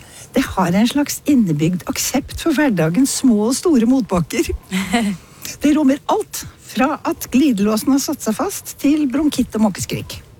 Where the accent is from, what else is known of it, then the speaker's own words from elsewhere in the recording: Oslo, Norway; now in Trøndelag, Norway; Selv vokste jeg opp i Oslo